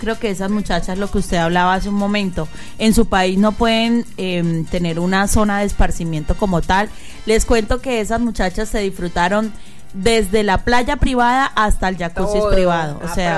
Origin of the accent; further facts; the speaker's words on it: Colombia; la alegría que tenemos como colombianos.